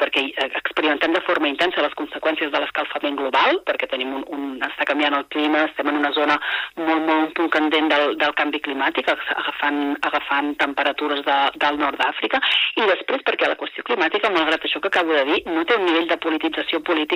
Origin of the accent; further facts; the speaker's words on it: Mataró, Catalonia, Spain; jo que soc de Mataró.